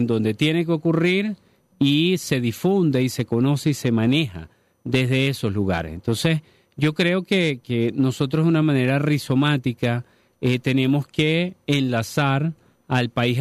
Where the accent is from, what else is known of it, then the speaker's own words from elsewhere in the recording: Ciudad Bolívar, Bolívar, Venezuela; born there; mi familia materna es de Ciudad Bolívar, yo soy de Ciudad Bolívar, nací allá, somos paisanos